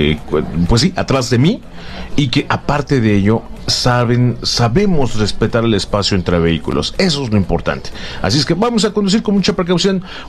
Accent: Mexico; Después también dicen que somos República Mexicana, pero aquí el pueblo manda y el pueblo es el que dice, ¿saben qué? Así nos conocen.

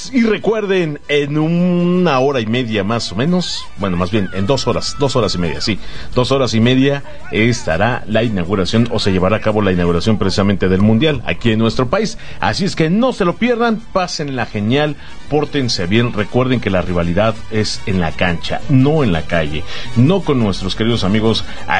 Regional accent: Mexico

